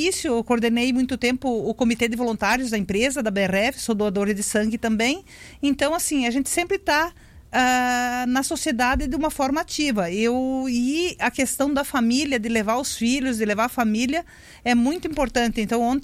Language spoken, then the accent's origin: Portuguese; Ipira, Santa Catarina, Brazil; moved away as an adult; now in Capinzal, Brazil; Na verdade, eu sou natural de Lambedor e Pira, né? Interior de Pira, Lambedor. Em 1990, eu vim morar em Capinzal.